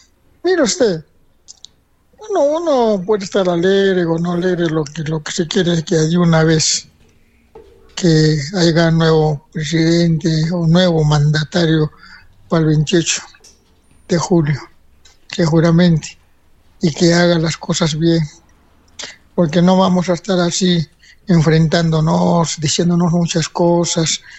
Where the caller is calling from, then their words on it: Peru; aquí en el Perú